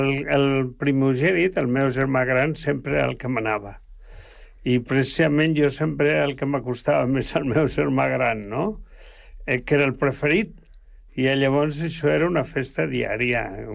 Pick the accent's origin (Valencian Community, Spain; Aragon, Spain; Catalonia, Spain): Aragon, Spain; Oliete; born or raised there; moved away; also born or lived in Zaragoza